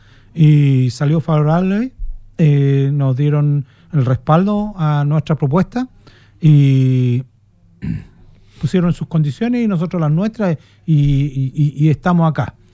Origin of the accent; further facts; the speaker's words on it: Iquique, Tarapacá, Chile; a mí como iquiqueño